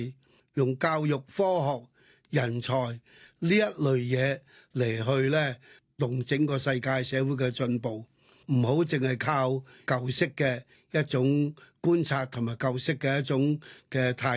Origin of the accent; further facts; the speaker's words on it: Hong Kong; 我们香港是一个联通世界的一个大的港口，它有优美的港口去联通到全世界，它有近代这百几两百年的历史和全世界的接轨